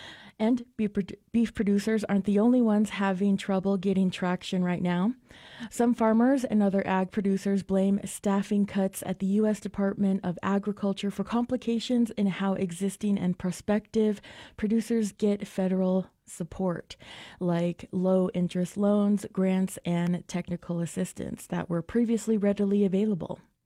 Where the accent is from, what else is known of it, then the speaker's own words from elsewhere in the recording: Crown Point, New Mexico, United States; I am also a Dene woman from Crown Point.